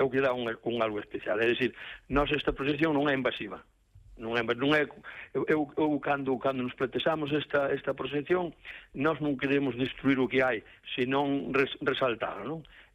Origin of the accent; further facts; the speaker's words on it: Ézaro, Galicia, Spain; eu son un alcalde de Numbría, pero son nativo do Ézaro. Eu vivín a miña xuventú ali no Ézaro, eu vivín a miña xuventú ali na desembocadura da cascada.